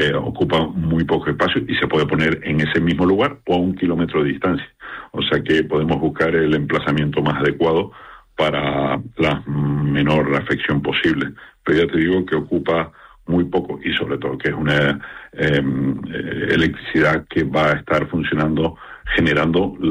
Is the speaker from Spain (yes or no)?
yes; Canary Islands, Spain; En una región como la nuestra